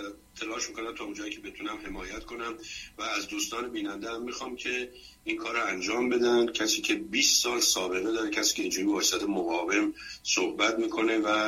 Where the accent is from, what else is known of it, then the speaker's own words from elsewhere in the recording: Iran; now in Washington, United States; البته به قول هندی، هر اهل هر کجا که باشیم ما همه ایرانی هستیم، ولی وقتی آدم صدای آشنا می‌شنوه خود به خود قلقلکش میشه.